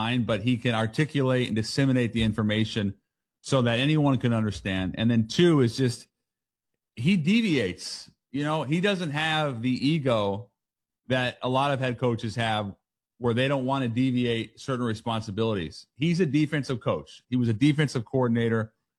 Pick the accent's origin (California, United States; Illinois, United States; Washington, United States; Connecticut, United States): Washington, United States; Seattle; I'm from Seattle, so I'm a little biased